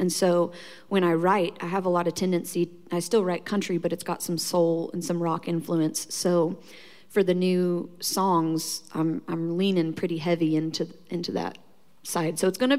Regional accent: Oklahoma, United States; moved away as an adult; growing up in Oklahoma, it never seemed like a real job.

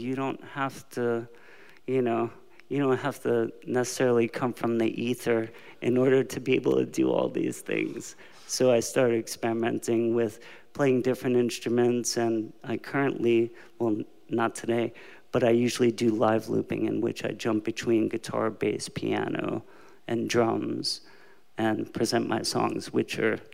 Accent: New York, United States; moved away as an adult; also born or lived in California; born and raised in New York.

